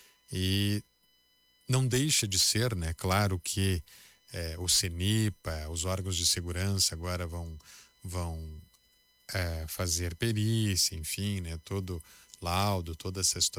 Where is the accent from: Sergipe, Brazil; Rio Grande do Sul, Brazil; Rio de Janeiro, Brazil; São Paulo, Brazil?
Rio Grande do Sul, Brazil; Vacaria; Eu falo com propriedade, né? Porque sou natural de Vacaria, né?